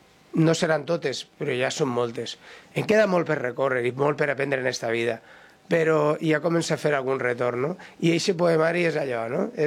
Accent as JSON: {"language": "Catalan", "town": "Alcoy", "region": "Valencian Community", "country": "Spain", "said": "a mi em va demanar que com a Alcoià escriguera sobre dos alcaldes que foren cabdals"}